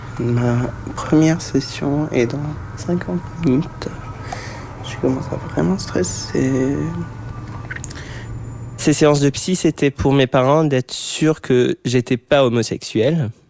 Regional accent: Egypt; also born or lived in Abu Dhabi; now in Paris, France; J'ai 18 ans, je suis égyptien et c'est ma première année dans une école d'art à Paris.

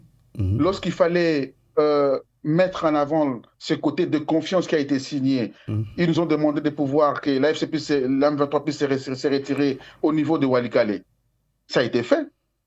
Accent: DR Congo; also born or lived in Sankuru / Eastern DR Congo; je suis un Congolais. Je suis une partie du Sankuru et une partie de l'Est du pays. Je suis de là et de l'autre côté un peu swahili. Je suis un Congolais

